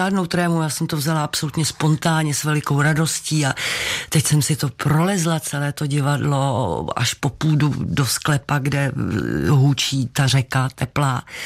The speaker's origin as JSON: {"language": "Czech", "town": "Karlovy Vary", "region": "Karlovy Vary Region", "country": "Czechia", "tie": "born or raised there", "also_born_or_lived": "Cheb", "said": "porodnice byla Cheb. Já jsem v Chebu potom vlastně nikdy nebydlela, nežila. Ale podstatnou část dětství a mládí jsem prožila v Karlových Varech"}